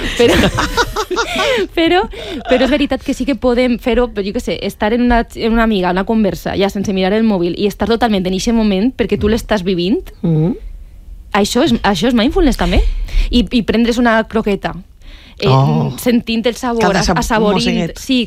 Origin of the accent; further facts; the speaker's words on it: Vilamarxant, Valencian Community, Spain; jo soc de Vilamarxant